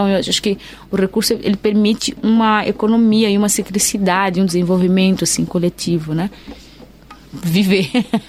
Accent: Mozambique; eu sou moçambicana, isso é, eu sou africana, eu sou uma mulher negra

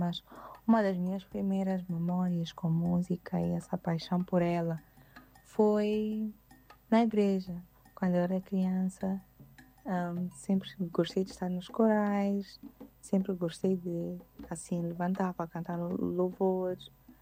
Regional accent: Maputo, Maputo City, Mozambique; born there; nasci em Maputo, Moçambique, mas de mamãe Macua, então as minhas raízes também são em Nampula.

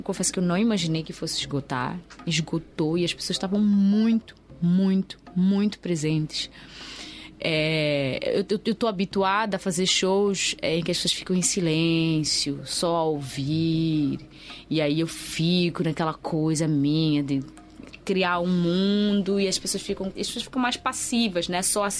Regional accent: Mozambique; acho que eu sou muito moçambicana nesse sentido, assim.

